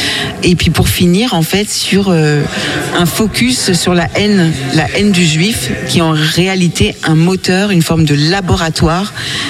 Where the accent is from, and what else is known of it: France